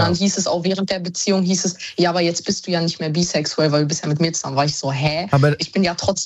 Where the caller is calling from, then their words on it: Düsseldorf, North Rhine-Westphalia, Germany; Ja, Düsseldorf.